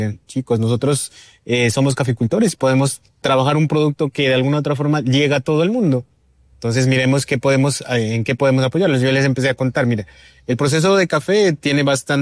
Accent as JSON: {"language": "Spanish", "town": "El Tablón de Gómez", "region": "Nariño", "country": "Colombia", "also_born_or_lived": "Pasto", "said": "Soy del municipio del Tablón de Gómez."}